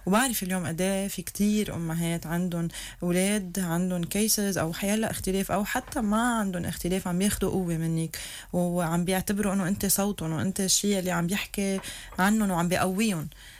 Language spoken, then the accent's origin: Arabic; Lebanon